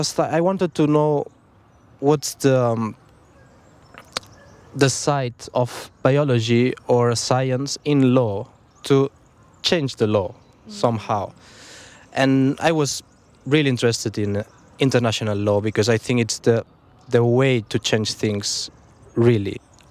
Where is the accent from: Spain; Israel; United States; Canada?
Spain; Catalonia; English is a second language; I'm very interested in mining environmental problems because, as I thought, I'm from Bages region and it's a mining site.